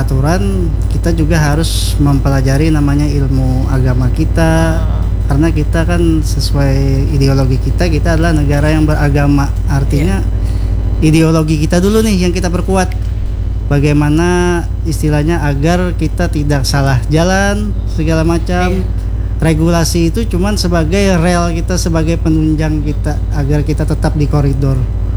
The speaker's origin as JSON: {"language": "Indonesian", "region": "South Kalimantan", "country": "Indonesia", "said": "kata kita tuh orang Banjar tuh apa, gabut karena narkoba lah itu."}